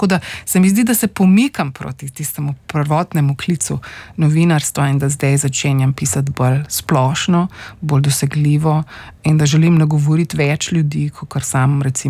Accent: Postojna, Inner Carniola–Karst, Slovenia; moved away; Jaz sem odraščala v Postojni, se pravi pri, oziroma bom rekla splošno na Primorskem, moja starša se en mama je se pravi s Primorske, bom rekla tam pri Kopru, v Kozini

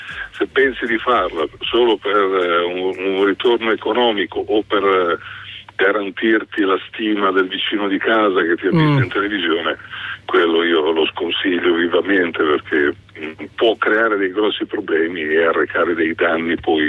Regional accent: Emilia-Romagna, Italy; moved away as an adult; also born or lived in Po Valley; io mi ricordo i primi anni che abitavo, che sono tornato qui ad abitare in Emilia Romagna, dopo 4 anni di pianura padana

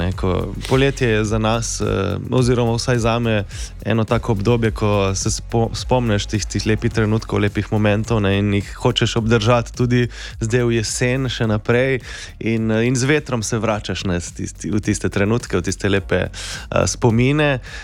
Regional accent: Slovenian Littoral, Slovenia; Tako da smo Primorci potem znani, ja, da se ne kopamo več toliko poleti.

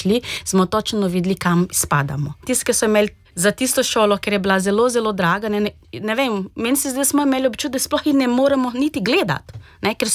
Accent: Belo Horizonte, Minas Gerais, Brazil; Slovenian is a second language; moved away as an adult; now in Slovenia; Pozdravljeni … jaz prihajam z Brazilije, živim v Sloveniji že od leta 2006.

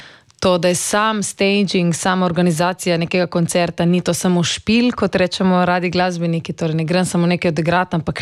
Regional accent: Slovenian Littoral, Slovenia; accent: Primorska / Koper coastal dialect; govorim primorsko in pokoprsko

